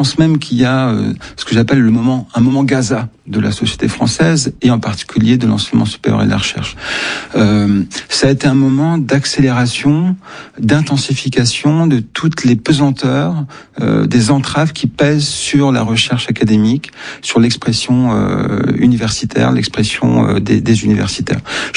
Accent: France; Et moi, je suis français, chercheur, travaillant sur un certain nombre de sujets

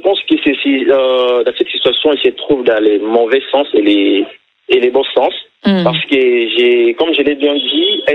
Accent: Kisangani, Tshopo, DR Congo; Ensuite, je me présente. … je suis de Kisangani.

